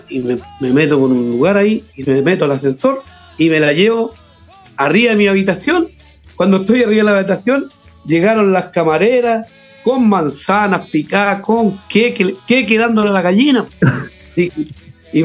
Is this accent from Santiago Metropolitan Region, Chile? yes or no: no; Monte Águila, Biobío, Chile; pues yo tenía que ser mi pueblo, Monte Águila, así que de ahí nace como en representación al pueblo de Monte Águila, Monte Aguilino